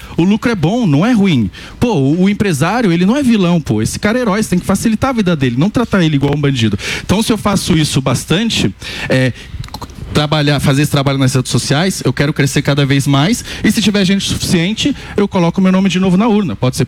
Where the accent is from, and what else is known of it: São Paulo, Brazil; born or raised there